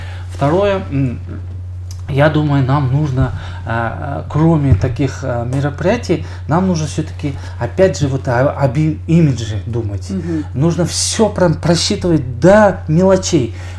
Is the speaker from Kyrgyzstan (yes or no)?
yes; Kyrgyzstan